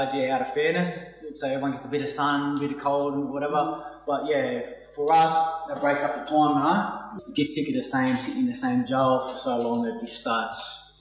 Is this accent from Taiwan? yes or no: no; Mount Druitt, New South Wales, Australia; My dad's Koori and my mum's white. I grew up in Mount Druitt all my life.